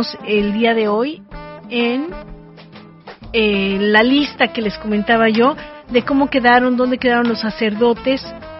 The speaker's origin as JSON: {"language": "Spanish", "region": "Mexico City", "country": "Mexico", "moved": "yes", "said": "la Ciudad de México, mi pueblito"}